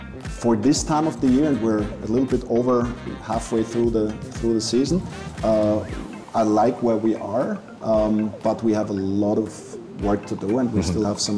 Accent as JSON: {"language": "English", "country": "Austria", "tie": "born or raised there", "said": "But the thing is, for me, I grew up in Austria. Austria is very close to Italy, and pasta for me is what noodles should be like."}